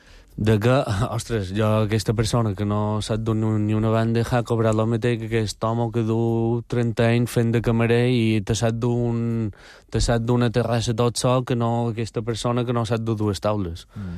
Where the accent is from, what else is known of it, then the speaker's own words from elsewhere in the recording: Balearic Islands, Spain; No, jo soc mallorquí